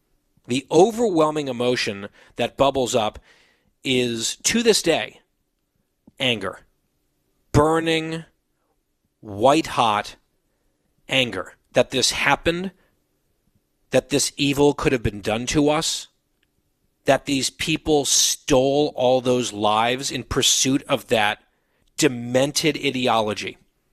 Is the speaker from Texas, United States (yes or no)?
no; Ridgewood, New Jersey, United States; I did search my hometown, Ridgewood, New Jersey.